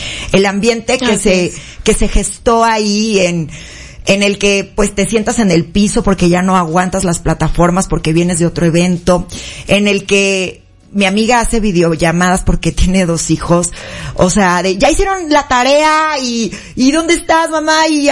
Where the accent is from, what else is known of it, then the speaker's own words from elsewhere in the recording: Guadalajara, Jalisco, Mexico; Yo soy tapatía 100% y amo Guadalajara